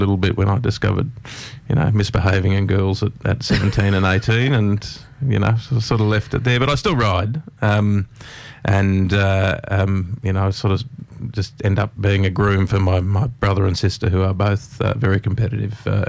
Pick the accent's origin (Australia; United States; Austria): Australia; Sydney, New South Wales; we sort of travelled in between the country and the city, and I grew up in Balmain, but you know, we always got sent to the country